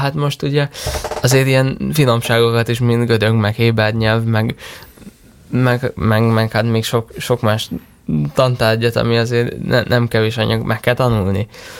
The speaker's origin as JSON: {"language": "Hungarian", "region": "Győr-Moson-Sopron", "country": "Hungary", "said": "én Győr mellől származom"}